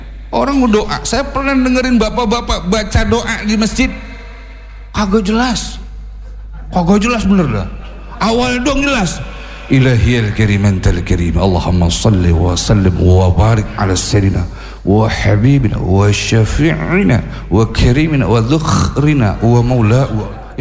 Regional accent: Bekasi, West Java, Indonesia; Ya saya kan orang Betawi pinggiran Pak. Tadi kata MC saya orang Jakarta. Padahal sih nggak tapi Jakarta saya. Nggak tapi Jakarta saya. KTP saya DK Bekasi. Daerah memang segitiga

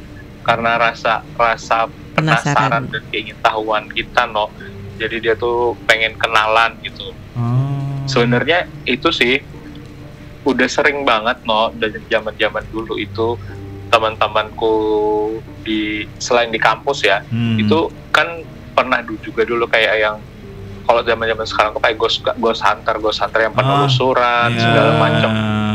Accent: Martapura, Indonesia; aslinya Martapura.

